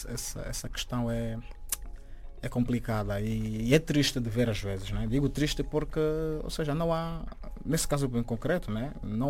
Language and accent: Portuguese; Angola; moved away as an adult; eu saí de Angola